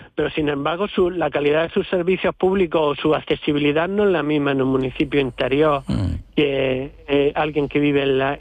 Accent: Purchena, Andalusia, Spain; yo soy de Purchena

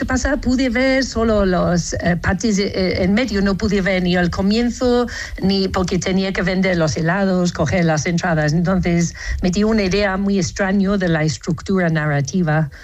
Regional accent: Bath, South West England, United Kingdom; No, estaba en Bath, se llama, en el suroe

